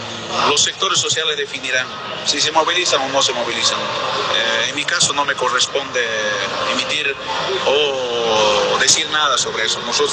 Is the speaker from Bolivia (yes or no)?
yes; Bolivia; Los bolivianos, nuestros problemas tenemos que resolver como bolivianos